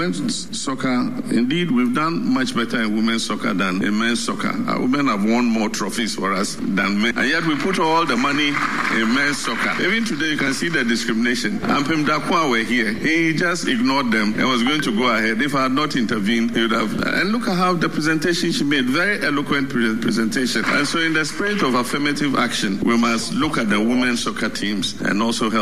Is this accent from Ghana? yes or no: yes; Ghana; And there are many times that I've traveled to different countries. And once you are identified as a Ghanaian, somebody would shout, oh, Asante Kotoko, Accra has a folk, or Abedi Pele, or something like that.